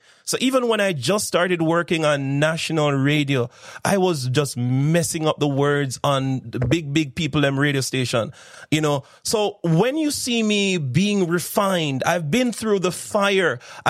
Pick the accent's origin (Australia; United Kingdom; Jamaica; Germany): Jamaica; I grew up in St. John's Road, if you didn't know, that's where I'm from. And I remember growing up, I didn't speak proper standard English.